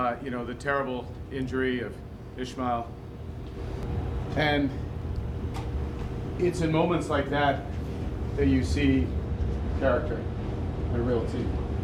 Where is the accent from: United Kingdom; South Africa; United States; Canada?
Canada; I couldn't be prouder as a Canadian, and on behalf of all Canadians